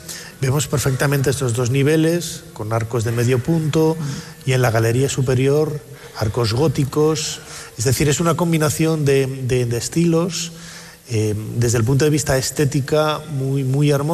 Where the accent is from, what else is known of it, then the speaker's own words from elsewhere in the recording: León, Castile and León, Spain; born there; moved away; also born or lived in Valladolid; Yo, por ejemplo, que nací en Castilla y León, en León, y viví muchos años en Valladolid